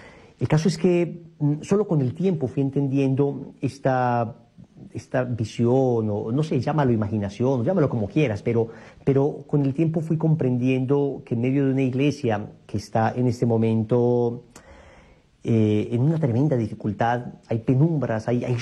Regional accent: Colombia; me encontraba en la iglesia ahí de mi pueblo. Entonces yo vivía en un pequeño pueblo de aquí de Colombia.

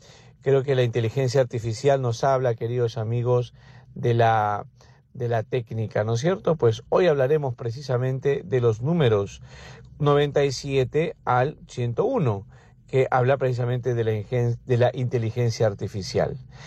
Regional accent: Peru; Y precisamente le pedimos al Bautista el día de hoy en nuestra iglesia, nosotros como peruanos, que nos acerque a Jesús

